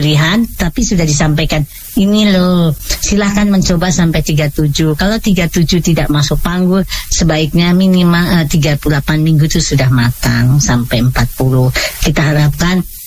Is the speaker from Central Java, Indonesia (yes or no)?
yes; Wonosobo, Central Java, Indonesia; born there; moved away; di Wonosobo, tempat kelahiran saya